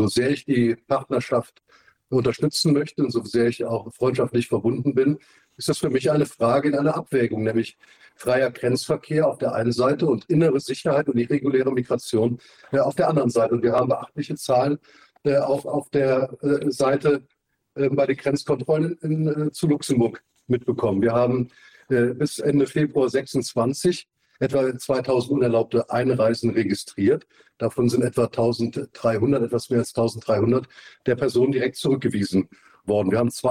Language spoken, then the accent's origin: German; Rhineland-Palatinate, Germany; Ich komme aus der Vulkaneifel, war viele Jahre ehrenamtlicher Geschäftsführer des deutsch-luxemburgischen Naturparks.